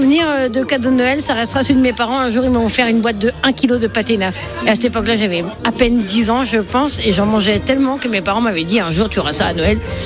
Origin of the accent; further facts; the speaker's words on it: Quimper, Brittany, France; C'est particulier parce que moi je suis de Quimper et j'aime Quimper depuis que je suis née, mais j'habite à Ergué-Guébéry. Et en même temps, je trouve une admiration pour Quimper parce que je suis de là et que c'est ma ville d'enfance.